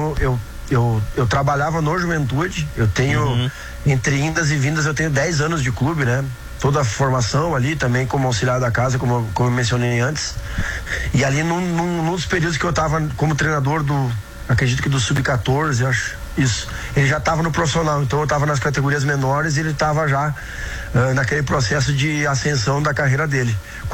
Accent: Caxias do Sul, Rio Grande do Sul, Brazil; eu sou natural de Caxias do Sul

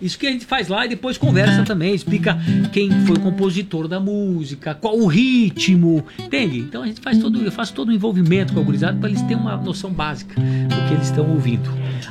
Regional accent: Chapecó, Santa Catarina, Brazil; Chapecó é minha terra natal

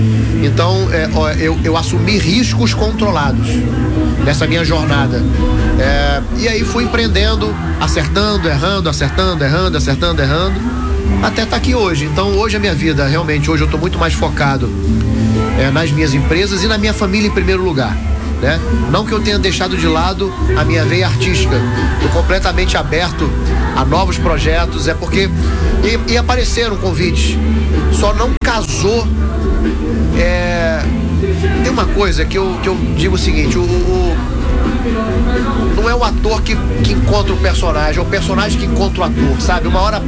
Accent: Manaus, Amazonas, Brazil; now in Rio de Janeiro, Brazil; Eu sou de Manaus, né? Embora eu esteja vivendo há muitos anos no Rio de Janeiro, mas, cara, o manauara tem essa característica também, acolhedora, sabe, simpática

